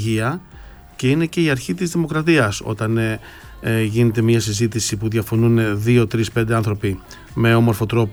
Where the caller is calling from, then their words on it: Corinth, Peloponnese, Greece; Είμαι από την Κόρινθο και είμαι Παναθηναϊκός. Είμαι 24 ετών.